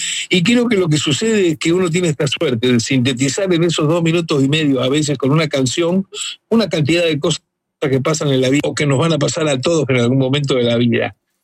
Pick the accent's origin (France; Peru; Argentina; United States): Argentina; Rosario, Santa Fe; moved away; en mi ciudad de origen, en Rosario